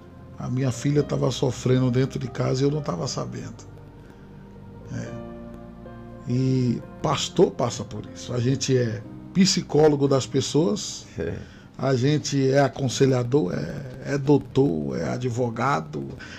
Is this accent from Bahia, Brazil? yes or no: yes; Porto Seguro, Bahia, Brazil; also born or lived in Goiás; fiquei cerca de uns 3 a 4 anos pastoreando aqui em Porto, que é minha cidade natal, Porto Seguro, e fui para o Goiás, o entorno de Brasília